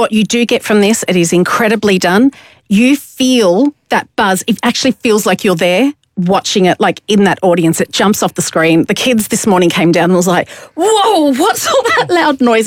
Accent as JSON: {"language": "English", "country": "Australia", "said": "As an Australian"}